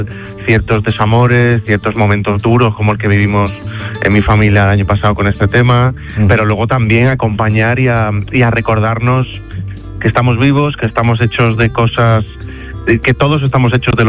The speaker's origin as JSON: {"language": "Spanish", "town": "Seville", "region": "Andalusia", "country": "Spain", "lives_now": "Fuengirola, Spain", "said": "mañana a Fuengirola, que es mi casa, que tengo mucha ganas de volver a mi tierra, de volver a Sevilla"}